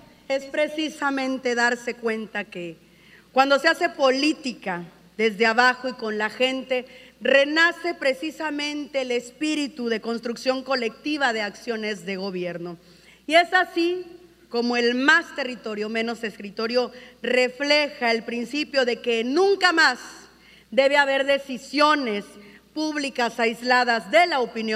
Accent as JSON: {"language": "Spanish", "town": "Poza Rica", "region": "Veracruz", "country": "Mexico", "said": "en el norte del estado, en la Huasteca y en lo particular en mi tierra, en Poza Rica"}